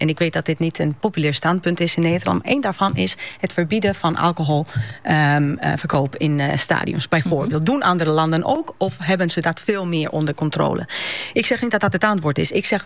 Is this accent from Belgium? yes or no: no; Madrid, Community of Madrid, Spain; now in Leeuwarden, Netherlands; Ik kom uit Madrid